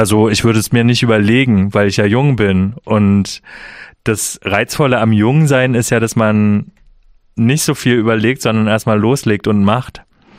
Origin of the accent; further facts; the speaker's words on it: Germany; Früher war unser Hauptproblem, ich bin in der DDR groß geworden, dass es keine freien Medien gab